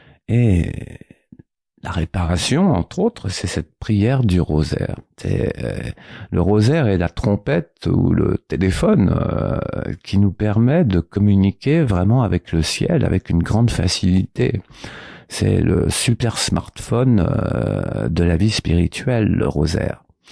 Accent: France; alors qu'on est français?

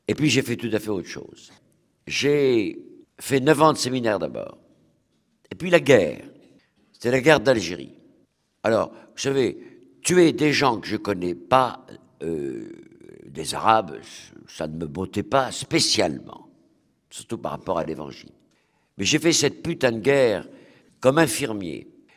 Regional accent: Rochefort, Nouvelle-Aquitaine, France; born there; j'étais en Charente-Maritime, je suis né à Rochefort-sur-Mer

